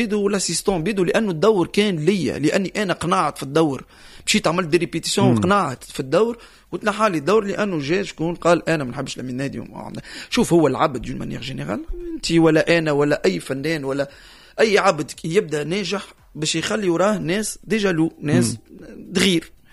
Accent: Tunisia; بلغتنا نحن تونسيه

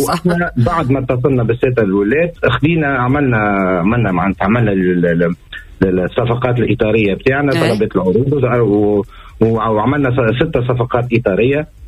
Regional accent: Tunisia; وانا مواطن تونسي

